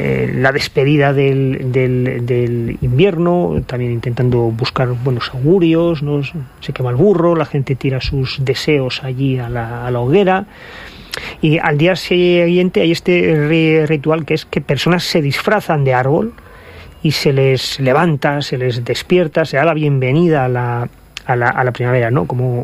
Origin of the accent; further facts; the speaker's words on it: Asturias, Spain; En el noroeste es bastante importante, y ya sabes que yo soy asturiano